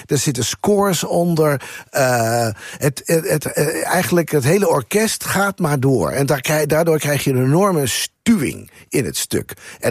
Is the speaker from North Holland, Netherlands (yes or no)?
no; Drenthe, Netherlands; Ja, ik ben Drent, ja.